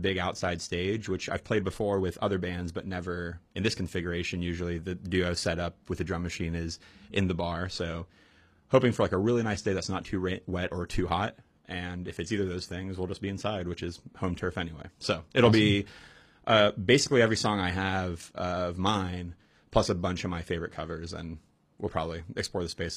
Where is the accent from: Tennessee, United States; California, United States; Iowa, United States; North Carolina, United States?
North Carolina, United States; Raleigh; also born or lived in Chapel Hill; now in Durham, United States; I grew up in Raleigh, went to school in Chapel Hill. I live in Durham now.